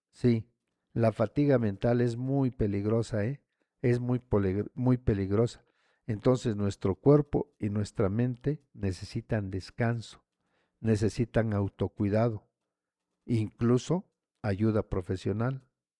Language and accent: Spanish; San Juan Yucuita, Oaxaca, Mexico; que me están escuchando en San Juan Yucuita. Muchísimas gracias, San Juan Yucuita. No considero, es mi tierra. Es mi tierra, es la tierra de mi mamá, es la tierra de mi papá, es el lugar donde ellos nacieron.